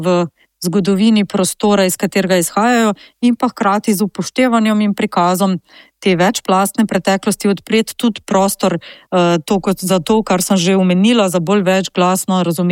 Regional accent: Southeast Slovenia, Slovenia; Odraščala sem na Kočevskem v hiši, ki sta jo moja stara starša kupila konec 50-ih let, potem ko sta se na Kočevsko preselila v iskanju boljšega življenja, in sicer iz Notranjske.

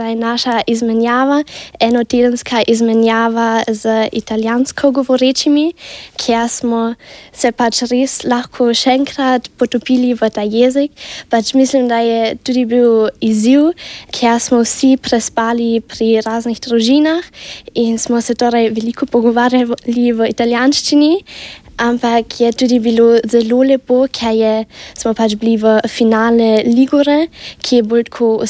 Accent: Bad Eisenkappel, Carinthia, Austria; Jaz sem itak iz Koroške, iz Železne Kaple.

